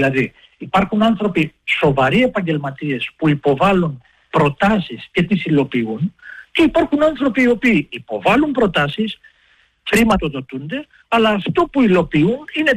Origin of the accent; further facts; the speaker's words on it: Greece; πόσο μάλλον εμάς που είμαι Έλληνας τσιγκάνος και δεν θέλω να κρύβω πάρα πολλοί άνθρωποι, χιλιάδες άνθρωποι στην Ελλάδα, το ότι είμαστε Έλληνες τσιγκάνοι, κάτι για το οποίο αισθανόμαστε υπερήφανοι, γιατί ήρθαμε το 1920 οι παππούδες